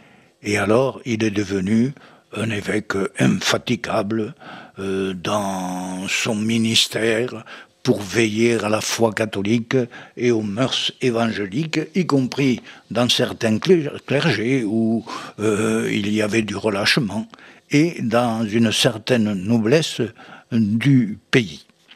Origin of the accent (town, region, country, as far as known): France